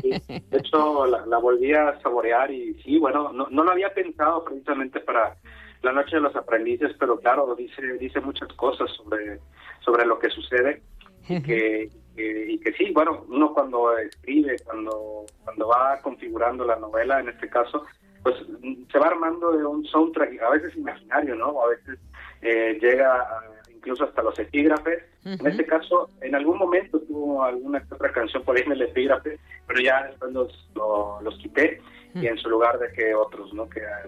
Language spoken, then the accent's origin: Spanish; Cancún, Quintana Roo, Mexico; mi Cancún, ¿no? La Cancún que yo crecí, que está en el Caribe mexicano.